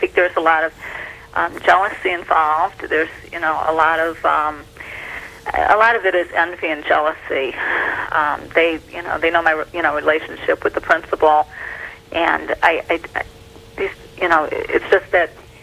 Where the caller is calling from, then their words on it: Livonia, Michigan, United States; I'm calling from Livonia, Michigan, and I just got cable a couple months ago